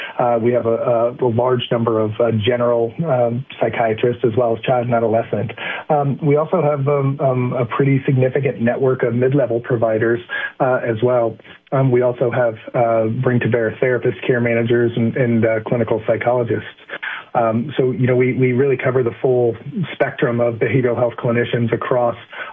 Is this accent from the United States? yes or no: yes; Midwest, United States; I'm a Midwesterner and, you know, we tend to think that it's not our business